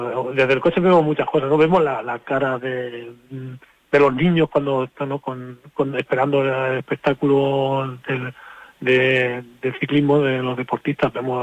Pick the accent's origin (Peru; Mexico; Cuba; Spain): Spain; Tomelloso, Castilla-La Mancha; hablar de mi pueblo, Tomelloso